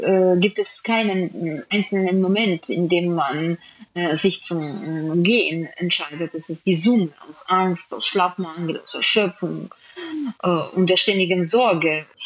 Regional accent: Ukraine; die Ukraine ist meine Heimat und hier sind meine Arbeit, meine Freunde, meine Erinnerungen. Mein ganzes Leben ist mit der Ukraine verbunden.

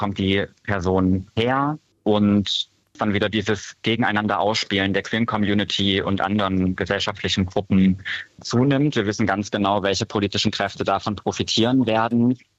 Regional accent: Wittenberg, Saxony-Anhalt, Germany; Schirmherrin des CSD Lutherstadt Wittenberg zu sein, in meiner Heimatstadt.

